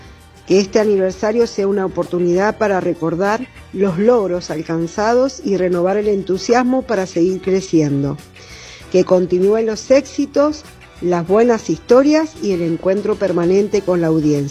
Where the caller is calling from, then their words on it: Guaymallén, Mendoza, Argentina; de Guaymallén.